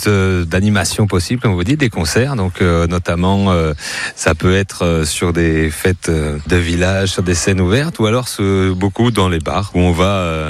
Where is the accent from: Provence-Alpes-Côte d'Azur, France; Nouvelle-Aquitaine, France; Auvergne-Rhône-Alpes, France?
Auvergne-Rhône-Alpes, France; moved away; je viens de là un petit peu, je viens des Alpes, donc du coup on va dire enfin, de la région Rhône-Alpes